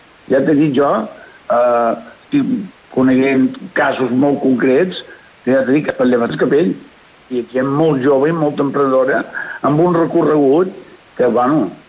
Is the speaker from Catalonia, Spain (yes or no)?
no; Menorca, Balearic Islands, Spain; som menorquins